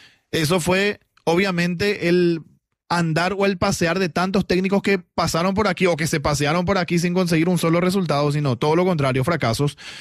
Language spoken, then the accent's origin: Spanish; Paraguay; Bueno, no hablo a título personal, pero digo como paraguayo.